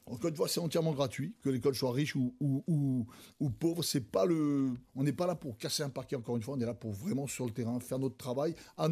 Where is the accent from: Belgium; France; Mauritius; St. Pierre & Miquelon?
Mauritius; born there; Moi, je suis à Maurice depuis mon enfance. Hein. C'est pas comme si je suis arrivé il y a peu de temps. Je suis arrivé il y a malheureusement longtemps et heureusement longtemps.